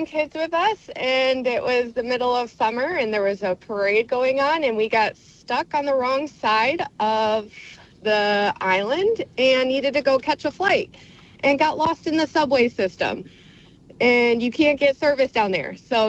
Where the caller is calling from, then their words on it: Wyoming, United States; I'm calling from Wyoming.